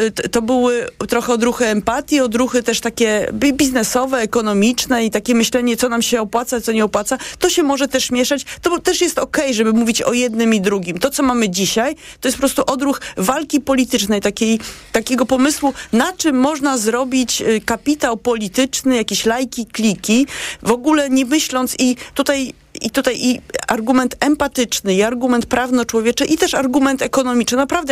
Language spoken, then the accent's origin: Polish; Ukraine; Polish is a second language; z 14 mnie wywalili, bo jestem Ukrainką.